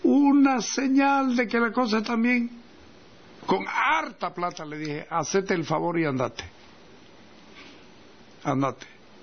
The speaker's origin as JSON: {"language": "Spanish", "country": "Bolivia", "tie": "born there", "said": "No, yo soy de aquí. Aquí nací, aquí me voy a morir. O sea, yo no vengo ni de Marte, ni de Venus, ni de ningún lado. Vengo de aquí. Y soy de aquí, y pretendo seguir aquí."}